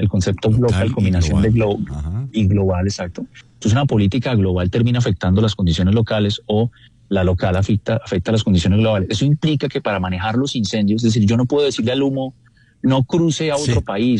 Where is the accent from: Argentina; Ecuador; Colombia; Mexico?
Colombia; Créanme que como colombianos deberíamos sentirnos orgullosos que en los últimos 10 años